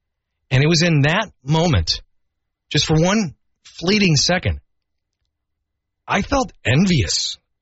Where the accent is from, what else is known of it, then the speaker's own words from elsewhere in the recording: Minnesota, United States; Actually, one of my saddest moments as a Minnesotan came the day that I went to tailgate at a Twins-Milwaukee game about 20 years ago.